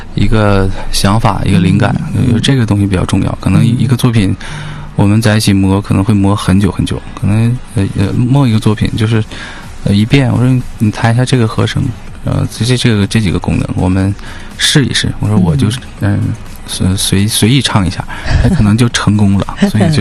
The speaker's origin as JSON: {"language": "Chinese", "town": "Changchun", "region": "Jilin", "country": "China", "tie": "born or raised there", "said": "因为长春人嘛，土生土长的籍贯嘛"}